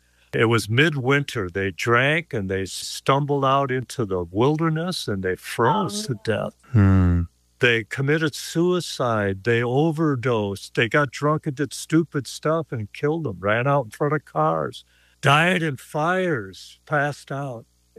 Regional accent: Texas, United States; I'm from Texas. I got it made in Texas is the land of milk and money

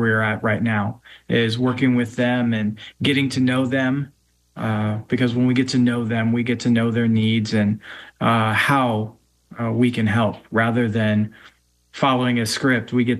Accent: Portland, Oregon, United States; born there; Yes, I was born in Portland, Oregon, and I still live in the Portland area.

